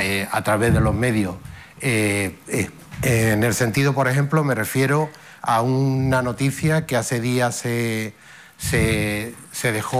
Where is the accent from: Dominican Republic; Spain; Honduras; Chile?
Spain; Ceuta; somos gente de Ceuta, somos caballas